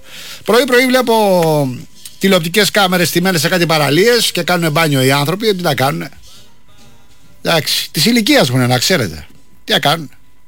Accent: Rafina, Attica, Greece; Έπαιρνα εγώ στην Αθήνα, στη Ραφίνα, στην πατρίδα μου τηλέφωνο τότε

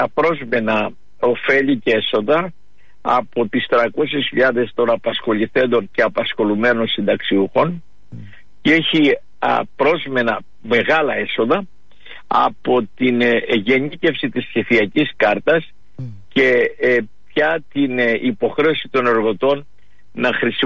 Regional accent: Western Greece, Greece; born there; και εδώ στα χωριά και στην πατρίδα μου, στην Ηλία και στη Μεσσηνία που είμαι τώρα

